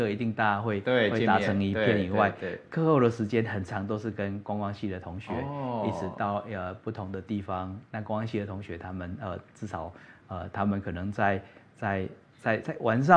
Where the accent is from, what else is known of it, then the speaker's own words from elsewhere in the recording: Yunlin County, Taiwan; moved away as an adult; 因为我是云林人，那我太太在台中出生，但是都在台北嘛